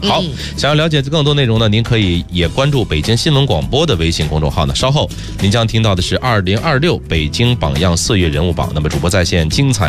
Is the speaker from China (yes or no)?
yes; Hebei, China; 我是河北人啊